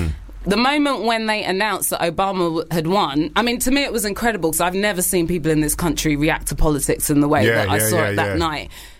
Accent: United Kingdom; we're British

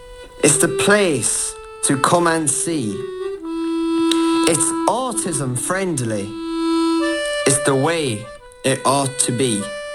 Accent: Kilfine, Connacht, Ireland; I am from Kilfine, County Mayo.

